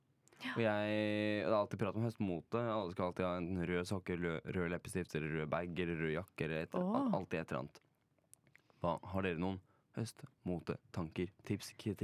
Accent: Oslo, Norway; så er jeg fra Holmenkollen.

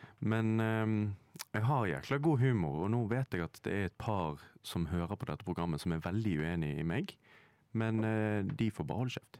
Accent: Bergen, Vestland, Norway; now in Oslo, Norway; Jeg er jo fra Bergen, og det er så smør i midten at det går.

